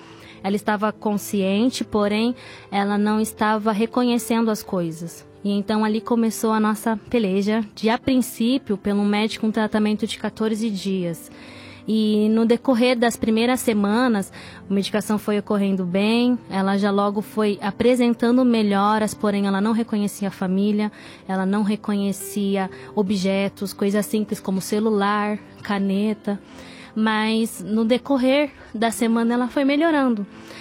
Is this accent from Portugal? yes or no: no; São Paulo, Brazil; nós somos da região do Rio Pequeno